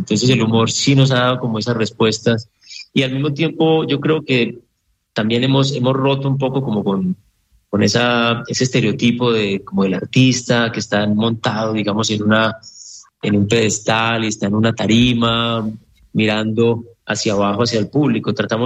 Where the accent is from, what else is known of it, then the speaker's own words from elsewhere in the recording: Colombia; La cumbia nos identifica como colombianos, pero nos identifica realmente también como latinoamericanos. Pero el vallenato es propiamente lo más colombiano que tenemos.